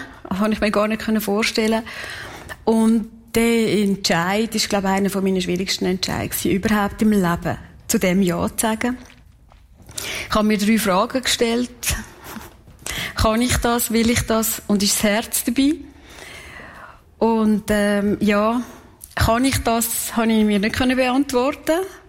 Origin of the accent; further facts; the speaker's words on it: Kaltbrunn, St. Gallen, Switzerland; born or raised there